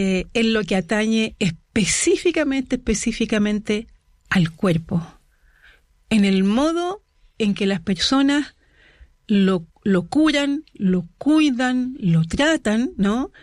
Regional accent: Chile; soy chilena

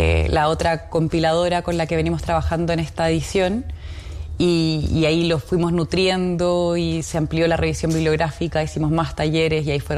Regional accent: Santiago, Santiago Metropolitan Region, Chile; moved away as an adult; now in Araucanía, Chile; Cuando yo migré a este territorio hace 7 años, y si bien mi familia no es de Santiago, yo crecí en Santiago

